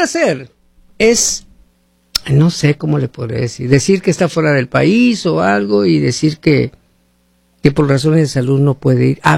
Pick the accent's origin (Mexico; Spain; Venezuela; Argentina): Mexico; como mexicanos, como ciudadanos mexicanos